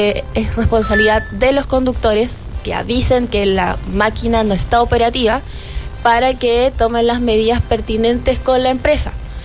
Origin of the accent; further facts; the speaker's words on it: Chile; Sí, a última hora, como buen chileno.